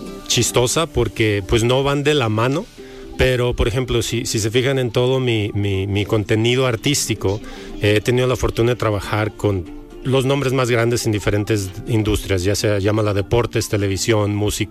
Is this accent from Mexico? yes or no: yes; Guadalajara, Jalisco, Mexico; moved away as an adult; now in San Diego, United States; Así es, nacido y crecido aquí en Guadalajara.